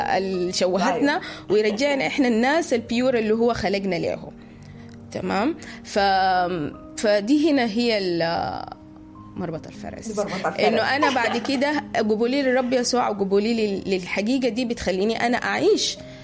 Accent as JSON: {"language": "Arabic", "country": "Sudan", "said": "يعني انا لما اقول الليلة انا سودانية، انا عاداتي وتقاليدي هي اللي بتورينا ان مثلا انا سودانية"}